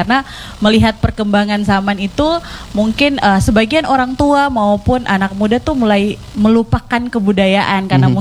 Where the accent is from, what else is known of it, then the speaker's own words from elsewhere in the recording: Papua, Indonesia; Kebetulan saya juga anak Papua